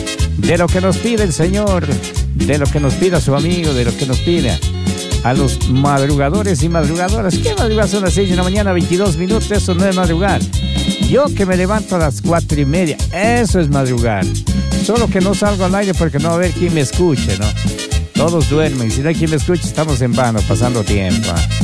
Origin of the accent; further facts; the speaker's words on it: Ecuador; compartiendo canciones de mi tierra. Esto es Ecuador, así es.